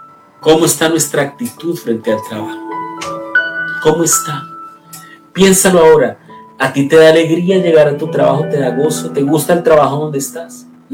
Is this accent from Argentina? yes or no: no; Colombia; moved away; En mi país, en Colombia, yo soy contador.